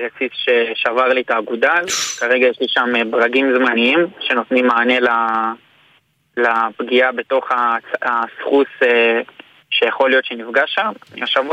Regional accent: Jerusalem, Jerusalem District, Israel; אני מירושלים. כל החיים גרתי בירושלים, למדתי בירושלים.

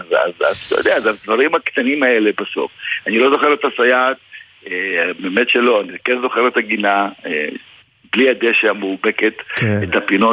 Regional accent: Tel Aviv-Yafo, Tel Aviv District, Israel; אני יליד יפו, יליד שכונת אג'מי, אני למדתי ביפו

